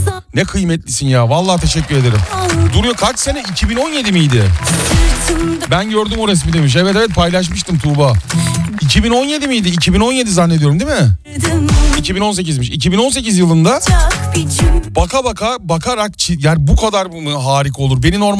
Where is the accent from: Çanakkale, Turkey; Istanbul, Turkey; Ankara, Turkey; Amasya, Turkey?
Istanbul, Turkey; ben doğma büyüme 44 yıllık İstanbullu olmama rağmen görmediğim bir sürü yer varmış.